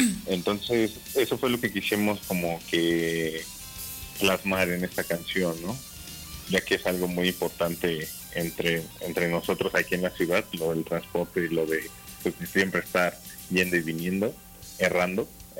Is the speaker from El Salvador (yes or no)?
no; Chalco, State of Mexico, Mexico; Raúl y yo somos de ahí, de Chalco